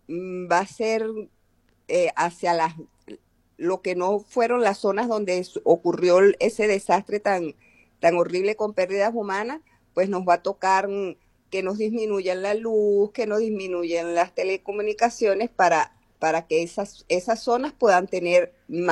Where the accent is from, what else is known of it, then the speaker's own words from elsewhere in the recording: Venezuela; Nosotros lo que esperamos como venezolanos